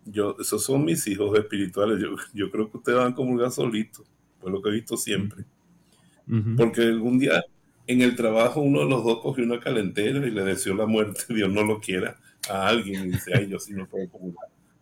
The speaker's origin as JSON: {"language": "Spanish", "country": "Venezuela", "said": "como decimos los venezolanos"}